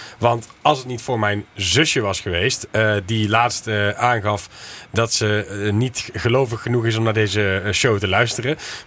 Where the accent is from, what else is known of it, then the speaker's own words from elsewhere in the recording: Heeze, North Brabant, Netherlands; Want wij hadden toen de tijd, bij ons in Hezen, hadden wij een club van 60 misdienaars. Dat was de grootste van Nederland.